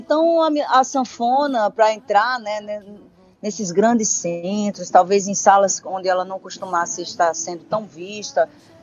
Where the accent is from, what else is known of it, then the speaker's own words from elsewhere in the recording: Paraíba, Brazil; also born or lived in João Pessoa, Paraíba; eu sou essa criança que cresci no Alto Sertão, né? Embora tenha nascido em João Pessoa, eu e minhas irmãs, a minha família inteira é do Alto Sertão.